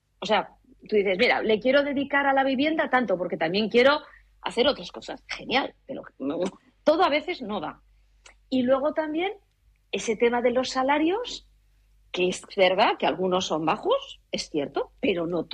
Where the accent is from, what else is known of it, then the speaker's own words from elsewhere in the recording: Vitoria, Basque Country, Spain; Que ya sabes que soy de Vitoria, pasar por el pantano y ver varios ojos del puente